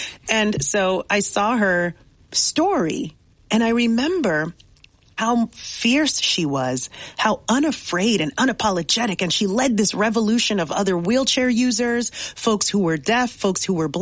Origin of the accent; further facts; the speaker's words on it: Nigeria; now in New York, United States; And so my first thought was, as a Nigerian, or maybe as an Aries, or maybe as a New Yorker, my first thought was, how do I live my best life now?